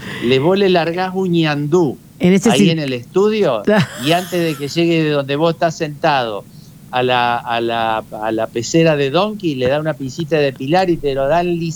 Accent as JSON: {"language": "Spanish", "country": "Argentina", "said": "pero como los argentinos somos distintos a todos"}